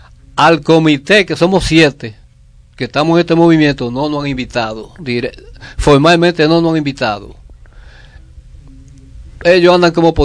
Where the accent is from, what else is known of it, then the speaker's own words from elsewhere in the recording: La Vega, Dominican Republic; Nosotros vivimos Carrera de Palmas justamente frente a esa montaña.